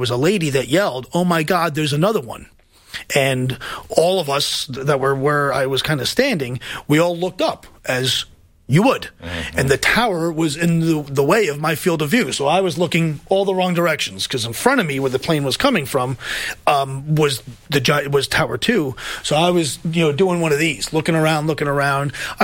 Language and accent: English; Queens, New York, United States; I'm a New Yorker. I'm from Queens.